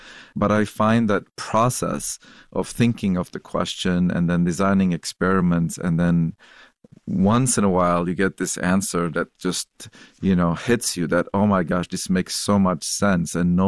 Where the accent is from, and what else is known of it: Lebanon; born or raised there; moved away